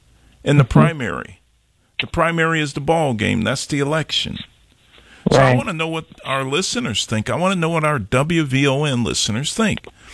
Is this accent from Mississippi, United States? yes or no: yes; Jackson, Mississippi, United States; moved away; I'm from Jackson, right. Mississippi.